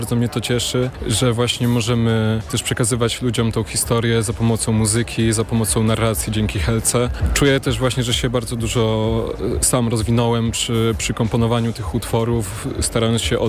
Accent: Warsaw, Masovian Voivodeship, Poland; jako że mieszkam w Warszawie, wychowałem się w Warszawie.

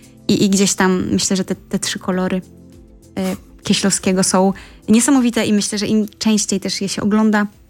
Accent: Subcarpathian Voivodeship, Poland; Też jestem z Podkarpacia

